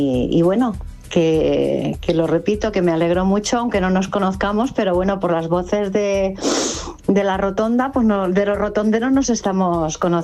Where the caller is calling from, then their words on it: Alcalá de Henares, Community of Madrid, Spain; de Alcalá de Henares.